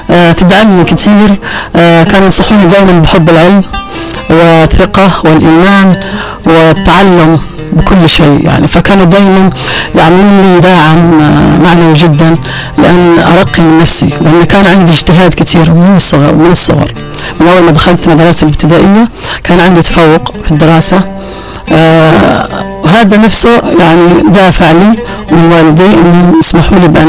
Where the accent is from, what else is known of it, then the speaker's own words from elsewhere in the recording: Mukalla, Hadhramaut, Yemen; وتربيت في حافة بالمكلة، بمدينة المكلة، كلها تعاون، كلها حب، كلها ود